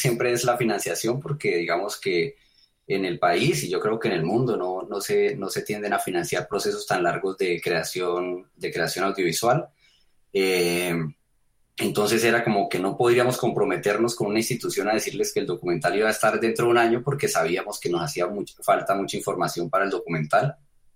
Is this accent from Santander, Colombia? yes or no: yes; Málaga, Santander, Colombia; born there; yo nací en Málaga, Santander, en un pueblo metido en las montañas de la cordillera oriental de los Andes, con difícil acceso, un pueblo que no se relaciona con Bucaramanga